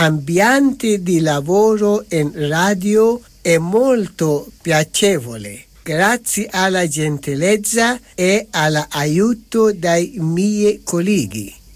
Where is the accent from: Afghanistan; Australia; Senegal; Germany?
Afghanistan; Italian is a second language; moved away as an adult; now in Italy; Nel mio paese d'origine, l'Afghanistan, ero un attore cinematografico.